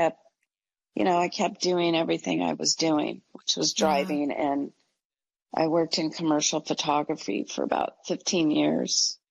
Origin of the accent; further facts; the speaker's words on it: San Francisco, California, United States; And for the next 20 years, I grew up in the Bay Area, San Francisco, and I sought out all kinds of alternative modalities